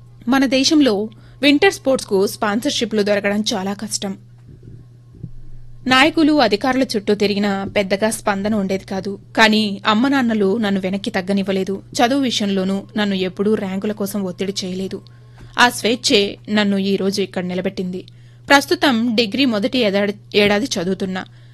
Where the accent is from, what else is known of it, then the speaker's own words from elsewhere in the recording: Motamarri, Telangana, India; మాది ఖమ్మం జిల్లా, బోనకల్లు మండలం, మోటమర్రి. … అమ్మ వీణ. కుటుంబ వ్యాపార రీత్యా మేమిక్కడ స్థిరపడ్డాం.